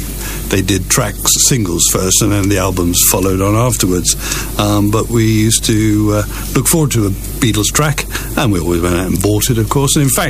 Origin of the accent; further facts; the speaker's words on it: Ross-on-Wye, West Midlands, United Kingdom; moved away as an adult; I was born in Walford Road in 1947